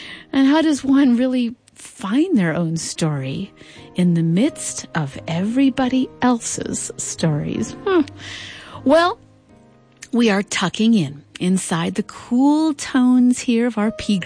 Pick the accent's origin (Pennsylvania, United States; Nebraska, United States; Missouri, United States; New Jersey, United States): Nebraska, United States; moved away; I grew up mostly in Western Nebraska, where the summers, were so hot and dry.